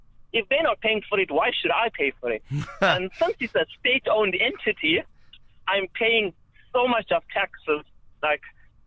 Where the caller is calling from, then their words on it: KwaZulu-Natal, South Africa; So I live in KZN on the fringe of a rural area.